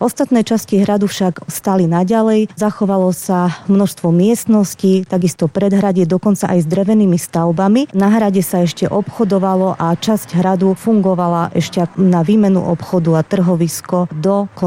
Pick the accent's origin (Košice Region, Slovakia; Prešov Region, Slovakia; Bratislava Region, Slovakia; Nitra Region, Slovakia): Prešov Region, Slovakia; Vranov nad Topľou; Ja som rodená Vranovčanka.